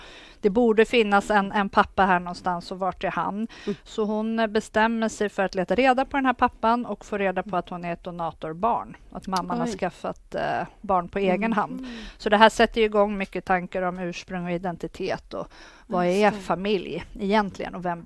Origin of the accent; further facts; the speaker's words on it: Åkersberga, Stockholm County, Sweden; Bonddotter från Stora Säby gård här i Åkersberga. Det är säkert många där ute som har plockat jordgubbar på den här gården en gång i tiden. Så där är jag uppvuxen.